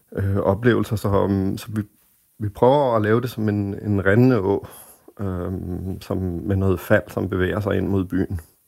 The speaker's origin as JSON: {"language": "Danish", "town": "Copenhagen", "region": "Capital Region of Denmark", "country": "Denmark", "tie": "born or raised there", "said": "Jamen, jeg er københavner og vokset op her, og jeg har altid synes, det var interessant med det her med formen på byen"}